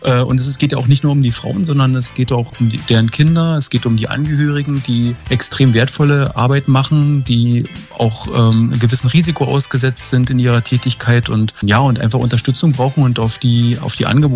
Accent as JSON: {"language": "German", "town": "Spremberg", "region": "Brandenburg", "country": "Germany", "tie": "born or raised there", "lives_now": "Werder, Germany", "said": "Ich bin gebürtiger Spremberger und Energiefan seit 30 Jahren, aber privat, sag ich mal, in Werder gelandet."}